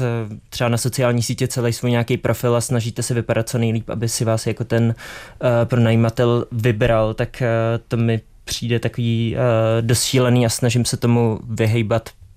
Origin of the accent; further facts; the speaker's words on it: Prague, Czechia; já celý život žiju v Praze a stejně už jsem se čtyřikrát musel stěhovat